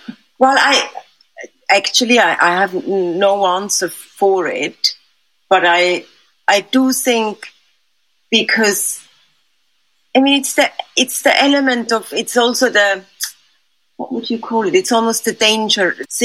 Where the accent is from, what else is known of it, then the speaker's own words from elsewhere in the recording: Switzerland; moved away as an adult; now in London, United Kingdom; I grew up in Switzerland, but I've lived in London for the last almost 3 decades